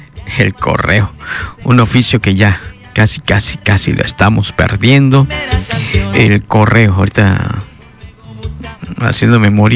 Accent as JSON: {"language": "Spanish", "country": "Mexico", "said": "Así somos los mexicanos."}